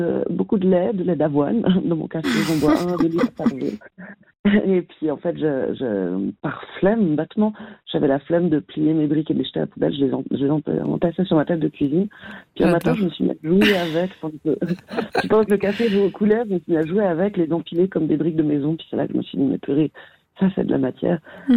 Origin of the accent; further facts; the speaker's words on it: Geneva, Switzerland; je suis genevoise et toujours vécu à Genève